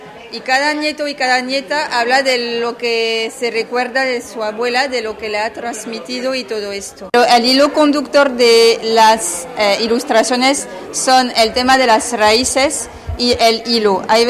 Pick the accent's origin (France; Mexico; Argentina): France; Spanish is a second language; soy francesa, soy artista y escritora